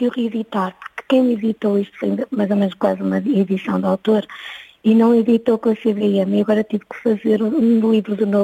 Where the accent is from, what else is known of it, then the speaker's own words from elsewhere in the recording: Vila do Conde, Norte, Portugal; born there; Eu nasci em Vila de Conde, numa aldeia ali perto de, pronto, de mais para lá da Maia, fiquei entre a trofa.